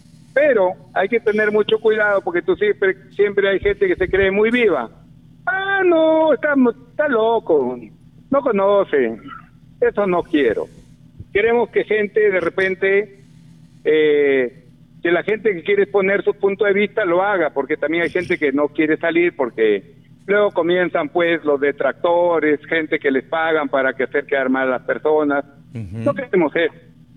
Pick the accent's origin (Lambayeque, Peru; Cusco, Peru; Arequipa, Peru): Lambayeque, Peru; Olmos; mi pueblo de Olmos